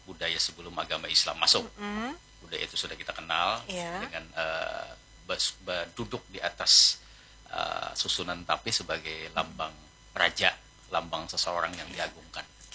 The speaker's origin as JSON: {"language": "Indonesian", "area": "Banjar", "region": "South Kalimantan", "country": "Indonesia", "said": "kita orang Banjar mempunyai budaya religius yang cukup tinggi."}